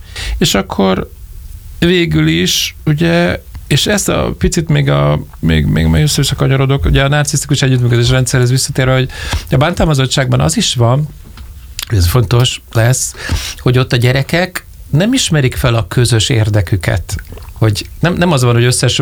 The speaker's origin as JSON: {"language": "Hungarian", "country": "Hungary", "said": "ugyanott lakunk, és magyarok vagyunk"}